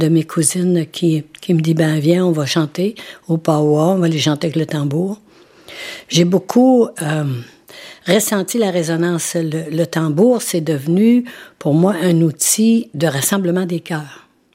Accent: Wendake, Quebec, Canada; Je suis née ici à Wendake, j'ai de 75 ans et plus.

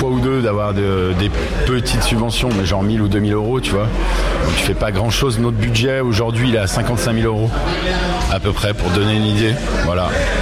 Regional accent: Montagny, France; Donc moi j'habite sur la commune, j'ai grandi en fait à Montagny dans ce village

